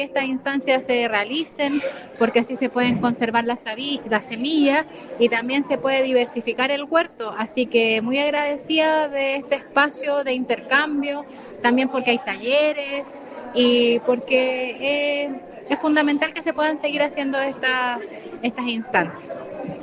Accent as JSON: {"language": "Spanish", "town": "Yumbel", "region": "Biobío", "country": "Chile", "said": "soy agricultora, vengo a de Yumbel a participar en este intercambio de semillas"}